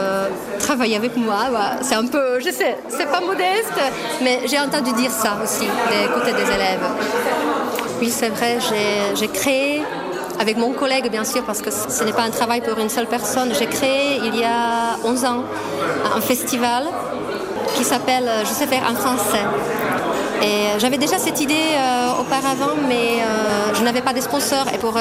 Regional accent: Český Těšín, Moravian-Silesian Region, Czechia; French is a second language; also born or lived in Ostrava

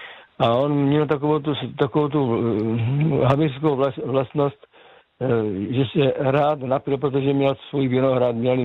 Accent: Žeravice, South Moravian Region, Czechia; Já pocházím z Moravskoslovácka, to jsem už několikrát říkal, z městečka Žeravice se to jmenuje, mezi Kyjovem a Vzencem. Já jsem se narodil a tam prostě na té, ono to bylo městečko

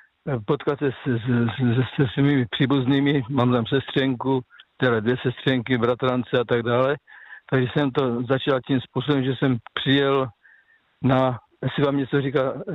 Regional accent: South Moravian Region, Czechia; born there; now in Kopřivnice, Czech Republic; na pár dnů na Jižní Moravu, do svého rodiště.

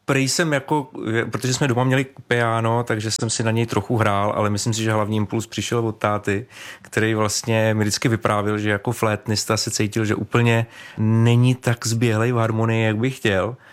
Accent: Hradec Králové, Hradec Králové Region, Czechia; Já jsem z Hradce Králové

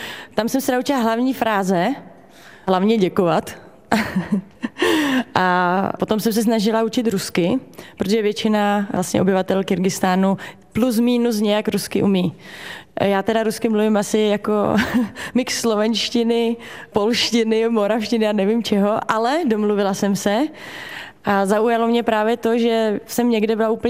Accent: Ústí nad Orlicí, Pardubice Region, Czechia; born there; Já si strašně vážím toho, že jsem z Čech, že jsem se narodila tam, kde jsem se narodila, u Ústí nad Orlicí.

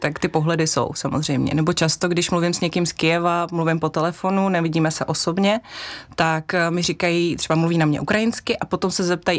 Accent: Kazakhstan; když si vysvětlíme, že jsem původem z Kazachstánu, že jsem česká novinářka, tak většinou je to v pohodě.

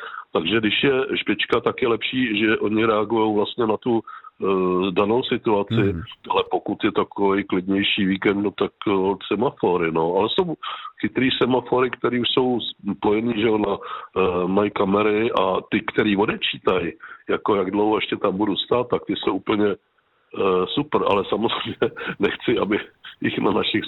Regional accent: Ústí nad Labem, Ústí nad Labem Region, Czechia; jsem Ústečák, narodil jsem se tady a bydlím tady celý život

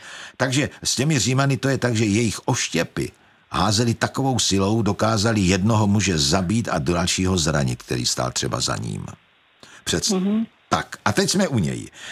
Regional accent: Kroměříž, Zlín Region, Czechia; born there; Aha, já jsem se narodil v Kroměříži, no to jsme Hanáci.

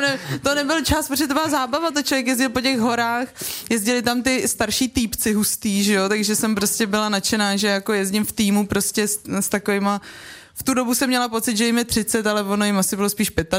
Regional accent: Vrchlabí, Hradec Králové Region, Czechia; now in Prague, Czechia; jsem chodila na strážný u nás ve Vrchlabí na koně

